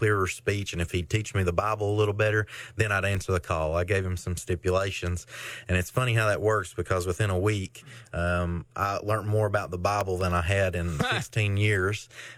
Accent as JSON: {"language": "English", "town": "McPheeters Bend", "country": "United States", "tie": "born or raised there", "said": "I grew up right there in the McPheeters Bend community."}